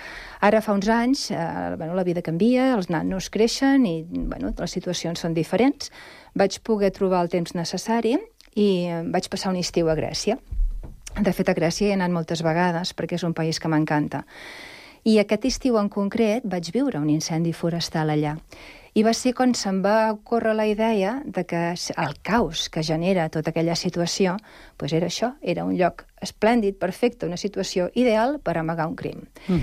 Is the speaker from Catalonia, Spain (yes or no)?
yes; Sabadell, Catalonia, Spain; born there; now in Sant Cugat, Spain